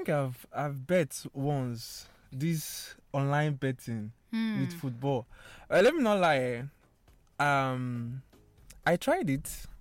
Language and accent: English; Port Harcourt, Rivers, Nigeria; born there; I was a little boy then in Port Harcourt.